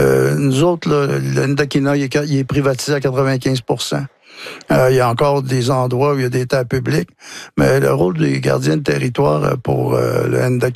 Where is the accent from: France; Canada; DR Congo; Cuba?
Canada; Trois-Rivières, Quebec; born there; En fait, mon père est originaire de Wolinak. Je suis né à Trois-Rivières, mais on passait tous nos étés le long de la rivière.